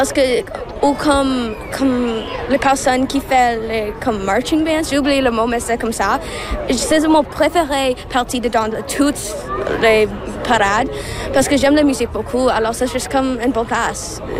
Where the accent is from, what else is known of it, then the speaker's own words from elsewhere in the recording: Prince Edward Island, Canada; je viens de l'île de Pointe-Édouard aussi.